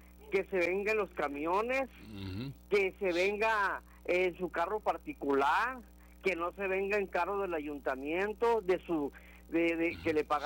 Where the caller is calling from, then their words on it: Nogales, Sonora, Mexico; de Nogales. Soy habitante de Nogales.